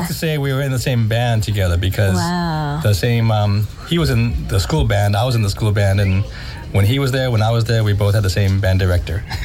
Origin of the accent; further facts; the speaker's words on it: Honolulu, Hawaii, United States; where I grew up in Manoa.